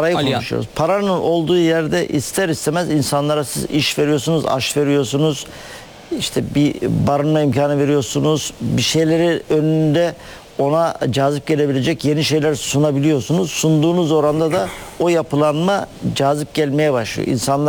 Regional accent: Manisa, Turkey; benim Manisalıyım

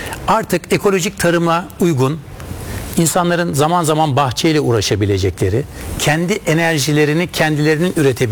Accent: Tarabya, Istanbul, Turkey; Ben Tarabya'da doğdum, büyüdüm.

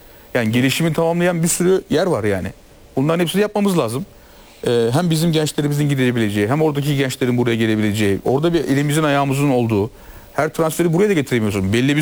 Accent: Trabzon, Turkey

